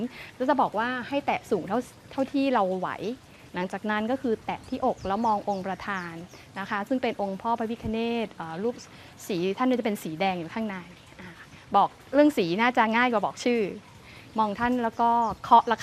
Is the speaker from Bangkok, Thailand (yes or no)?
no; Hat Yai, Songkhla, Thailand; มันเป็นพื้นเพหรือบ้านเกิดของพวกเราคนหาดใหญ่จังหวัดสงขลา